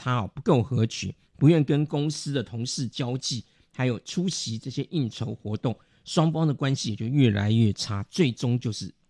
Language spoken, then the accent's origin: Chinese; Taiwan; 因为我是台湾人嘛，因此我很明白、 … 在台湾她不只是歌后